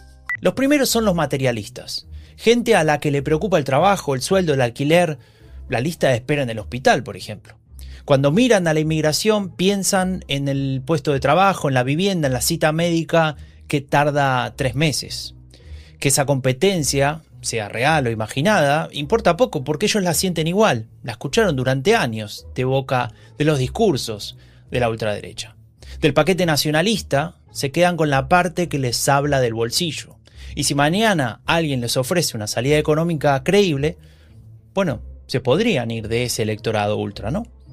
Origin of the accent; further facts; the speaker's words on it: Argentina; moved away; En Argentina, de donde vengo